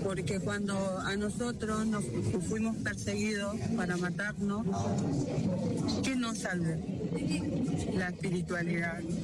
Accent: Rosario, Santa Fe, Argentina; vengo de Rosario, soy de la comunidad Kom.

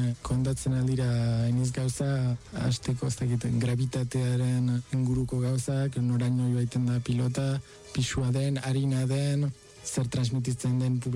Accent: Vitoria-Gasteiz, Basque Country, Spain; born or raised there

